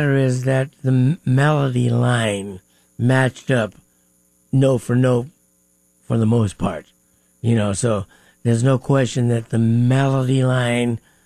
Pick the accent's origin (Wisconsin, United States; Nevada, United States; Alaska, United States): Nevada, United States; Las Vegas; I'm from Vegas.